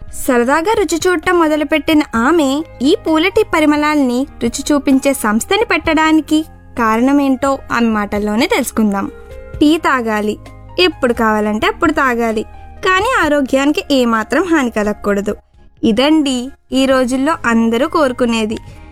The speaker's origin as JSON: {"language": "Telugu", "town": "Vijayawada", "region": "Andhra Pradesh", "country": "India", "tie": "born or raised there", "also_born_or_lived": "Guntur / Hubli", "said": "బ్యాడ్మింటన్కు అడుగులు పడింది విజయవాడలో అయినా నేను పుట్టింది మాత్రం గుంటూరులోనే."}